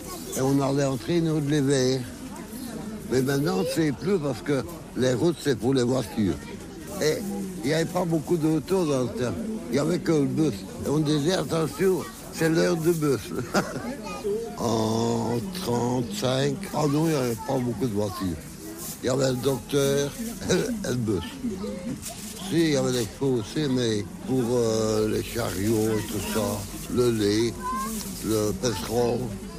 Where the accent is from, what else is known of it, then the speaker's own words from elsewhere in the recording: Floreffe, Wallonia, Belgium; Et je suis né à Floreffe. Donc, je suis à vue de Floreffe.